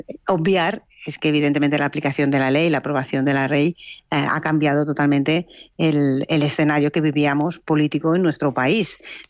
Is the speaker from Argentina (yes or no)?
no; Catalonia, Spain; y yo además como catalana, que lo he vivido en primera persona